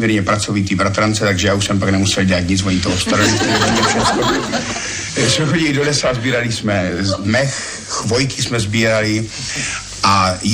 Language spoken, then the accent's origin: Czech; Brno, South Moravian Region, Czechia; also born or lived in Ivančice / Říčmanice; já do Brna pořád jezdím, mám tady rodinu, takže já jsem vlastně Brňák pořád.